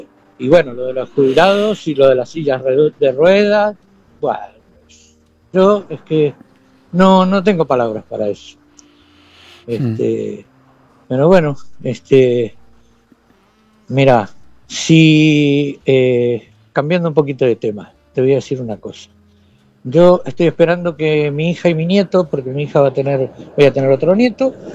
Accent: Avellaneda, Buenos Aires Province, Argentina; born there; yo soy de Avellaneda. Yo nací ahí en la clínica Wilde. Ajá. Sobre la avenida Mitre.

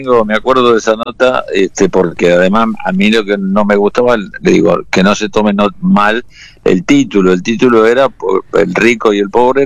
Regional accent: San Isidro, Buenos Aires Province, Argentina; born there; Yo vivía en ese momento en San Isidro, Avellaneda

